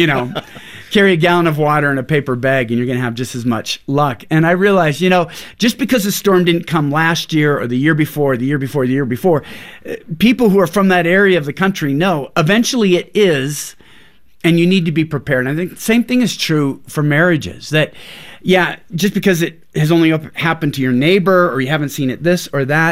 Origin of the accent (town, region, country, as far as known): Pacific Northwest, United States